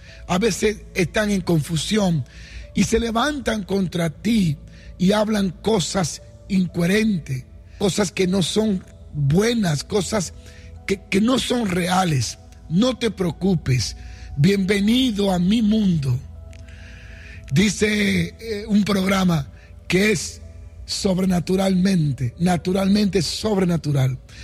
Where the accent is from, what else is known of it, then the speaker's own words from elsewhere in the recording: Dominican Republic; moved away; porque vengo de República Dominicana